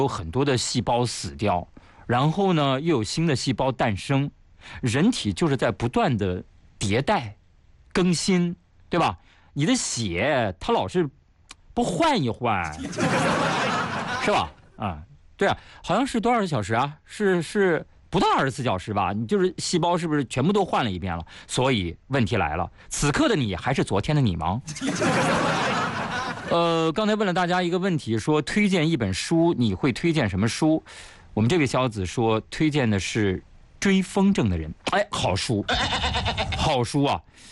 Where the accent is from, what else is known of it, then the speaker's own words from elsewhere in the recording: China; 我们中国人是以碳水为主的